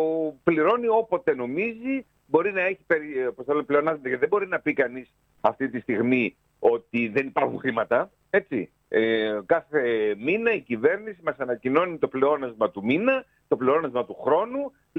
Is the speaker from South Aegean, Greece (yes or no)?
yes; Serifos, South Aegean, Greece; εγώ, όπως ξέρετε, κατάγομαι από τη Σέριφο.